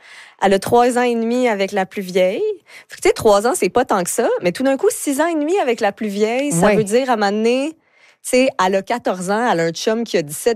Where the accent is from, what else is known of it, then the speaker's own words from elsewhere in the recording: Deux-Montagnes, Quebec, Canada; Mais en fait, quand je dis que je viens de Deux-Montagnes, tout le monde me demande, me font des blagues sur les Deux-Montagnes de Deux-Montagnes.